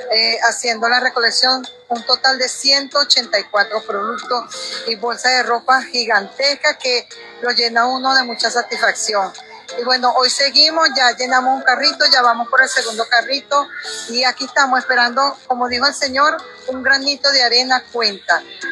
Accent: Venezuela; sé que nosotros como venezolanos somos 100% solidarios.

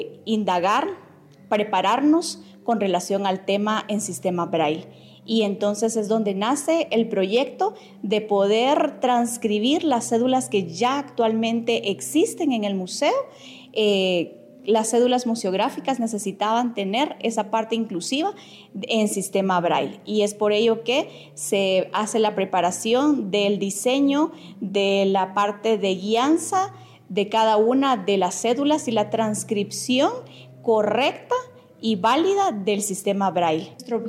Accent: Guatemala

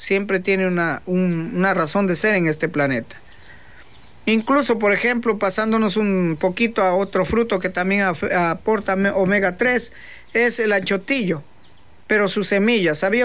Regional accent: Ecuador; pudiendo ser nosotros como ecuatorianos, atraer el turismo, vivir el turismo y compartir algo que nosotros tenemos acá

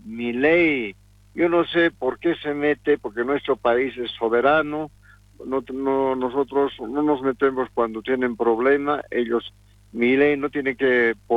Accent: Bolivia

